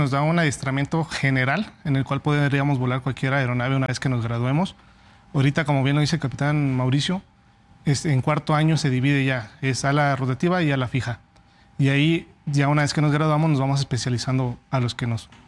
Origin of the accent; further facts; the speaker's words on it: Cortázar, Guanajuato, Mexico; Yo soy de Cortázar, Guanajuato.